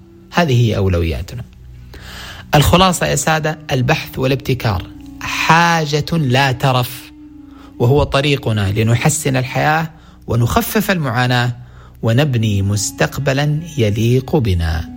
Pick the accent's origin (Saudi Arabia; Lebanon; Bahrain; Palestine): Saudi Arabia; عندنا في السعودية الحمد لله هناك جهة وطنية تعنى بهذا المسار